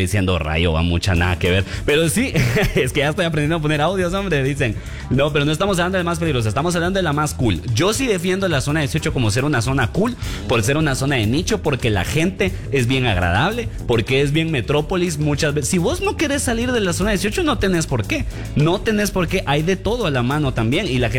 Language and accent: Spanish; Guatemala City, Guatemala Department, Guatemala; born there; now in Mixco, Guatemala; Pero yo no vengo de Misco. Yo nací en la zona 18.